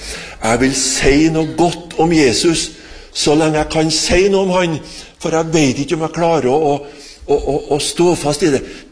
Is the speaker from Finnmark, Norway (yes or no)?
no; Trondheim, Trøndelag, Norway; born there; Jeg var 15 år, og så da var ikke jeg hjemme i Trondheim, men jeg var på Sunnmøre, på hjemplassen til far min.